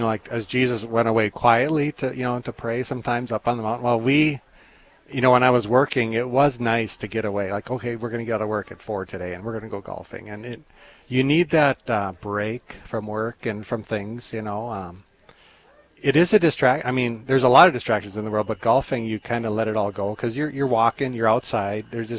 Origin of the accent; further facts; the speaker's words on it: North Dakota, United States; I'm from Western North Dakota.